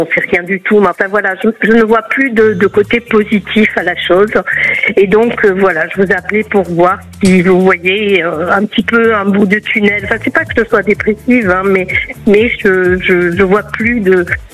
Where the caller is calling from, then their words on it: Béziers, Occitanie, France; De l'Hérault, de Béziers.